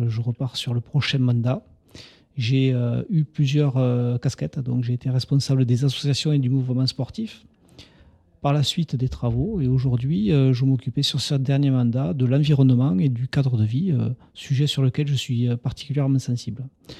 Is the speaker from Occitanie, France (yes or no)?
yes; Tarascon-sur-Ariège, Occitanie, France; born there; donc je suis né à Tarascon, j'ai fait des études à Toulouse dans l'hôtellerie